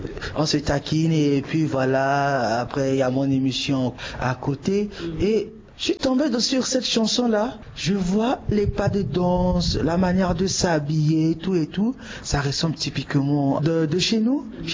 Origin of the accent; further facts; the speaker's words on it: Bangui, Central African Republic; Je viens de Centrafrique, Bangui, ma capitale